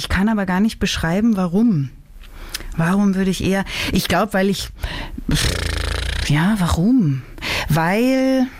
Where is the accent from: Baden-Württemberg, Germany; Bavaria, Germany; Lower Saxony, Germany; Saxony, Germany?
Bavaria, Germany; ich bin ja aus Oberbayern und wir haben einen Taufkirchen südlich von München. Ganz in der Nähe bin ich groß geworden.